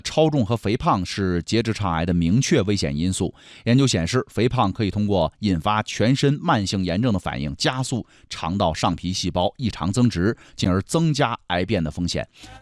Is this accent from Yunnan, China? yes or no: yes; Yunnan, China; 很多朋友说咱们云南人又开始吃绿化带了啊